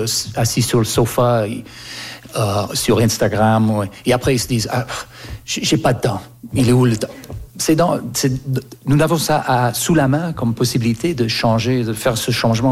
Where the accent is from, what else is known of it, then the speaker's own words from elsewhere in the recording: Canada; Moi, j'ai grandi au Canada, et quand j'avais 4, 5, 6 ans, il y avait un bus, il y avait un agenda à l'école